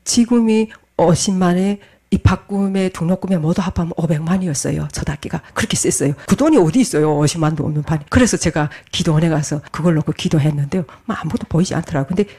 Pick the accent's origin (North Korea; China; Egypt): North Korea; now in South Korea; 아 그래서 내가 나는 북한에서 왔다고 이랬어요.